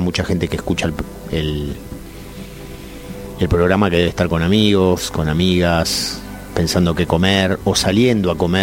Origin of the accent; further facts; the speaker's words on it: Argentina; Somos argentinos